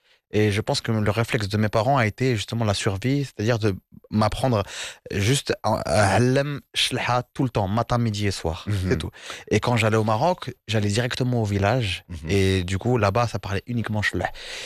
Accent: France; born there; Moi, je suis né en France, donc je fais partie de je suis issu de cette génération de la diaspora.

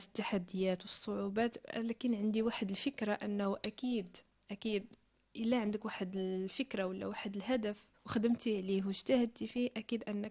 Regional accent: Morocco; كخطاطين في مغاربة،

